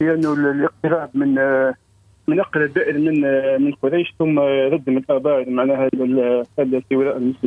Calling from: Ariana, Ariana Governorate, Tunisia

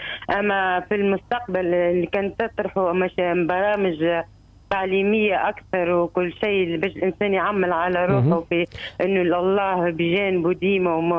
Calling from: Mahdia, Mahdia Governorate, Tunisia; معك من المهدية.

